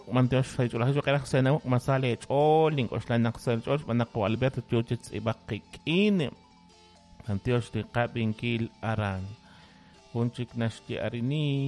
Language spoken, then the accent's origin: Spanish; Lanquín, Alta Verapaz, Guatemala; Hola, buenos días, soy de Lanquín.